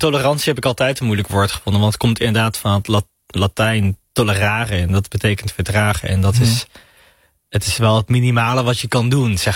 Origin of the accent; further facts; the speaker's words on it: Amsterdam, North Holland, Netherlands; En daar ben ik ook trots op als Nederlander, als Amsterdammer.